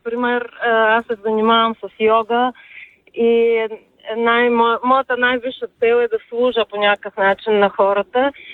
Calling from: Gabrovo, Gabrovo Province, Bulgaria; съм от Габрово.

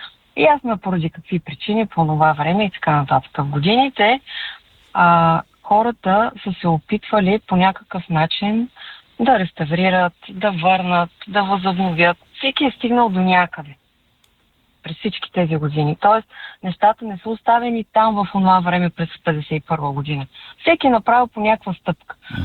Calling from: Sofia, Sofia City, Bulgaria; от София съм пак.

